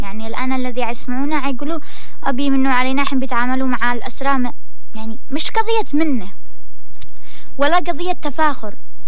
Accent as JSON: {"language": "Arabic", "town": "Sanaa", "region": "Amanat Al Asimah", "country": "Yemen", "said": "عندنا في صنعاء"}